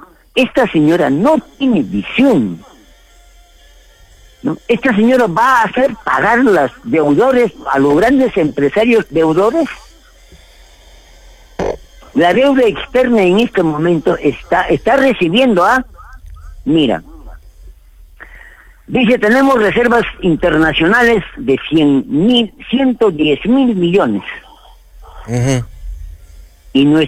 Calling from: Peru; viva el Perú, quiero a mi país. Yo soy auténtico como peruano.

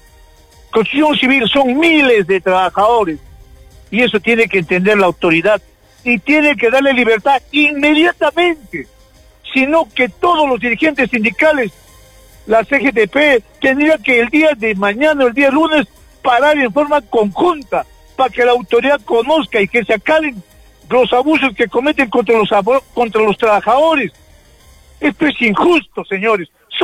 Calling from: Peru

